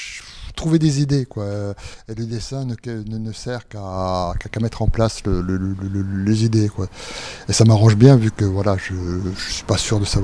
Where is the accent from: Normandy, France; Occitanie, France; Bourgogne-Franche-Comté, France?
Bourgogne-Franche-Comté, France; Besançon; also born or lived in Lons-le-Saunier; Lens-le-Saunier, j'y suis juste né, quoi. Après, j'ai grandi à Besançon.